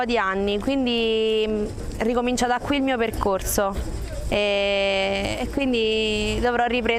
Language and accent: Italian; Benevento, Campania, Italy